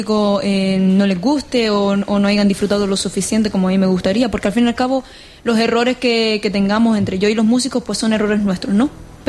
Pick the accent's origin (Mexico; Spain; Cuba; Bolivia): Spain; Vecindario, Canary Islands; born there; en mi pueblo, en vecindario.